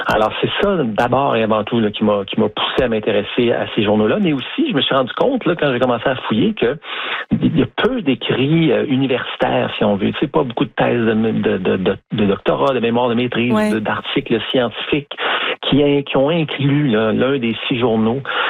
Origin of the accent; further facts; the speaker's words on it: Montreal, Quebec, Canada; il faut que je dise que je suis un Montréalais.